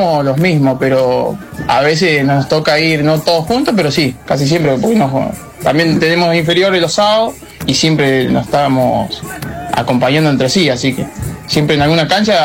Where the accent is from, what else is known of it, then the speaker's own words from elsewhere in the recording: Córdoba, Argentina; Nosotros somos de la Asociación de la Carlota, de Cabrera, y yo soy de la Gulay, especialmente.